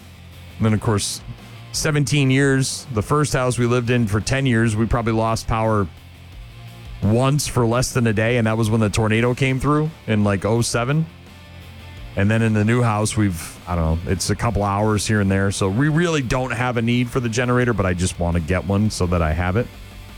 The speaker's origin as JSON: {"language": "English", "region": "New England", "country": "United States", "tie": "born or raised there", "moved": "yes", "said": "I grew up in the Northeast"}